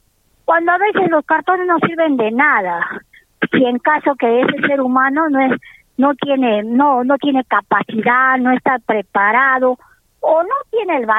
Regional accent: Arequipa, Peru; Los arequipeños netos somos pues nosotros, los que descendemos. Todavía tenemos una pizca de descendencia, pues, de los verdaderos dueños del territorio que ahora se llama Arequipa

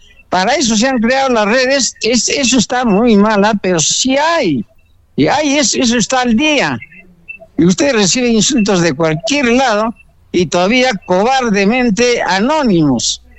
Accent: Peru

